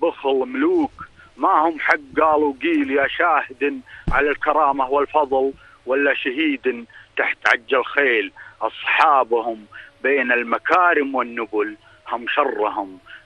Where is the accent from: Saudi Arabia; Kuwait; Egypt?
Saudi Arabia; في بلدنا المملكة العربية السعودية